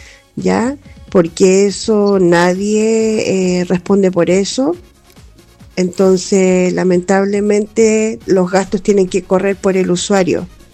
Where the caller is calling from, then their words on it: San Vicente de Tagua Tagua, O'Higgins, Chile; yo soy de la Avenida del Cristo.